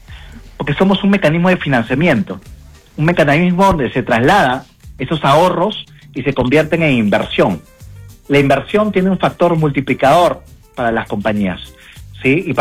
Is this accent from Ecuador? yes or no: no; Peru